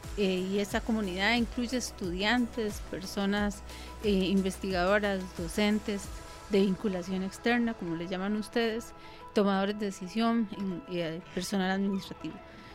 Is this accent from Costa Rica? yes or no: yes; Costa Rica; en mi país, que es Costa Rica